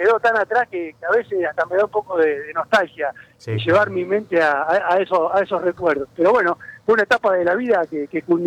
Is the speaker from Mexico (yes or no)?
no; Cafferata, Santa Fe, Argentina; Todo tranquilo, recién he llegado al pueblo, mi pueblo querido, Caferata.